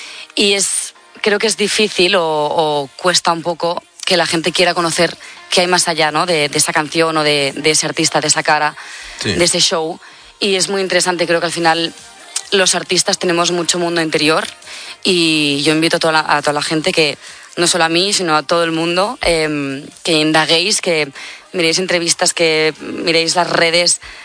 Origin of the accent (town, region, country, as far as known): Tiana, Catalonia, Spain